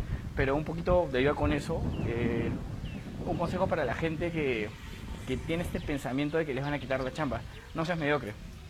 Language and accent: Spanish; Peru; te das cuenta de la diferencia y te duele como peruano, te lo digo, como peruano a mí me dolió.